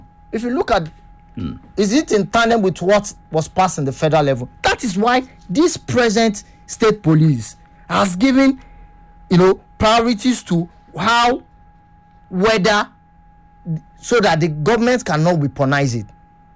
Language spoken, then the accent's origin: English; Kwara, Nigeria; I'm from Kwara State